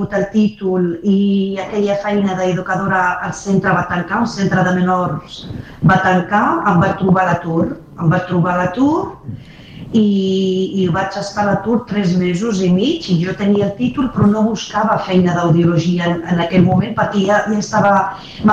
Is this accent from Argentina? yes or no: no; Morocco; first language Arabic; Catalan is a second language; moved away; Sí, he vingut del Marroc parlant àrab i francès, perquè estudiem tota la vida en francès, bilingüe